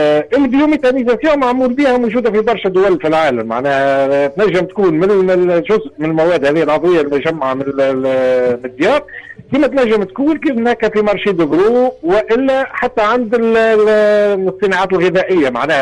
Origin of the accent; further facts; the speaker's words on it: Tunisia; عندنا في تونس